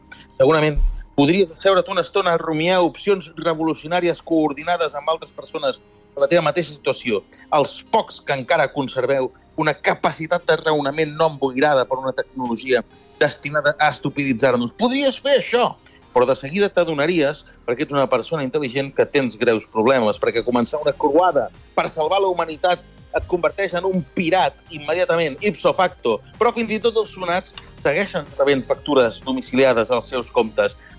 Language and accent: Catalan; Sabadell, Catalonia, Spain; Jo sóc de Sabadell i dilluns no hi va haver escola perquè era festa major